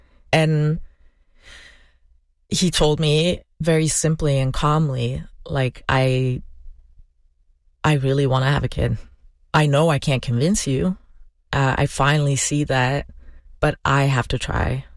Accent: Belgium; English is a second language; moved away as an adult; now in United States; I'm from Belgium. I'd moved to the U.S. for David, and I felt so untethered, and the questions were so big all of a sudden.

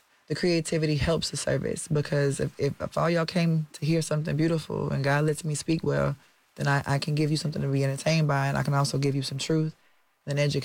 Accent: Alabama, United States; now in Houston, United States; I'm from Alabama. This is my 30th year living in Houston.

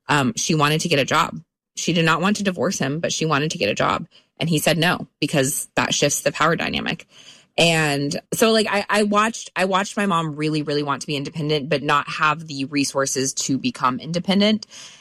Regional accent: United States; I still can't help but be thankful that I was raised in the United States, despite, like, my, all the circumstances, despite everything that I had gone through.

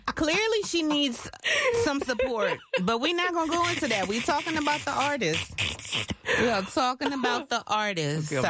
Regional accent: East Coast, United States; Yeah, I'm from the East Coast.

